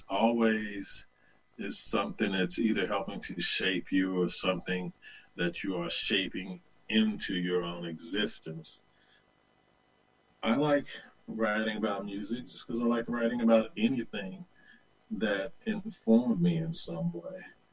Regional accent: the South, United States; It would be impossible not to. I grew up in a Bible Belt, and it's who I was. It's who I continue to be in many ways.

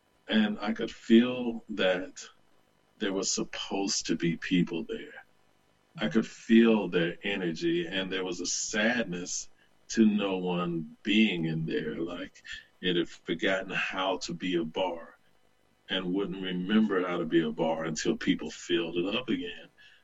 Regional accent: the South, United States; I grew up in the Bible Belt, and it's who I was. It's who I continue to be in many ways.

